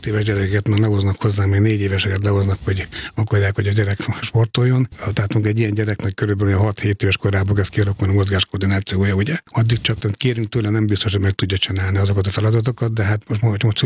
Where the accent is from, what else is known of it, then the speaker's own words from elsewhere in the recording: Miskolc, Borsod-Abaúj-Zemplén, Hungary; born there; Miskolcon születtem 1965-ben, igen